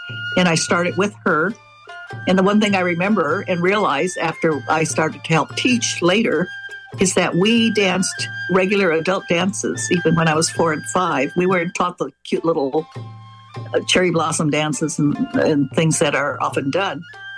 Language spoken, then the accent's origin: English; San Jose, California, United States; San Jose, where I'm from, my hometown, is unique in that we may have, we probably have the largest Obon dance festival.